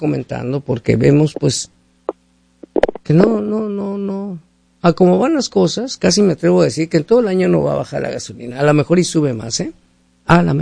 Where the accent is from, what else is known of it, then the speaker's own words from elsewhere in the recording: Mexico; Somos un país de pacífico, los mexicanos.